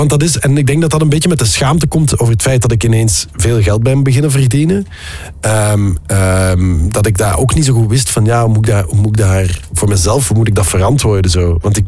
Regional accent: Netherlands; Ja, wij zijn Nederlanders, hè, dus wij zijn van nature best wel... wij zijn wel spaarzaam opgevoed.

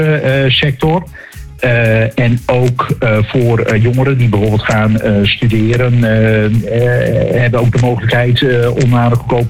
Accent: Netherlands

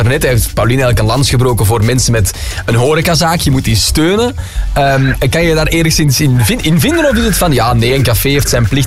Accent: Erichem, Gelderland, Netherlands; Het is niet omdat ik uit Erichem kom, oorspronkelijk, maar dat ik Gita haar bericht uit Erichem wel begrijp.

